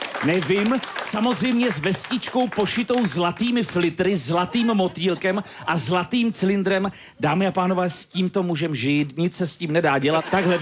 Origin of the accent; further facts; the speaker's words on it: Karlovy Vary Region, Czechia; moved away; Jakože jsem z Karlovarska.